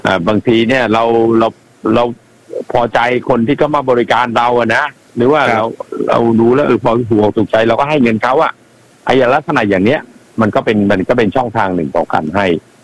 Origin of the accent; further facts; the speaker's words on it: Samut Sakhon, Thailand; ผมก็เป็นคนสมุทรสาคร